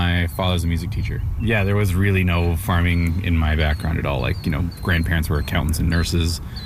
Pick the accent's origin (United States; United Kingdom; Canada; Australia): Canada; Curtis, Ontario; I grew up in Curtis, just a couple towns over in a subdivision.